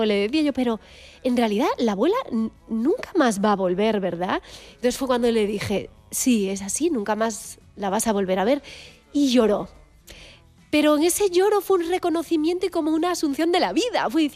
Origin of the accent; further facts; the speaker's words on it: Galicia, Spain; now in Madrid, Spain; quizás sea porque soy gallega